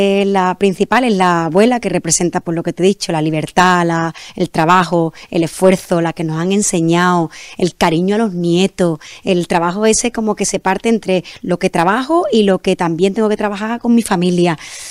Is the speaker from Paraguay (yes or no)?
no; Jerez de la Frontera, Andalusia, Spain